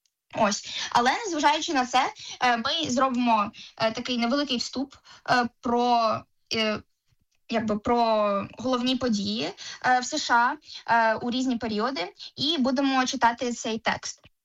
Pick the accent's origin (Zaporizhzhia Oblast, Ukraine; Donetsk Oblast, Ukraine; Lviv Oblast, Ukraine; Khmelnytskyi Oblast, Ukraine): Zaporizhzhia Oblast, Ukraine; Enerhodar; приїхала до Києва. Я сама не з Києва, я з Енергодару, тому це було таке дуже прям велике adventure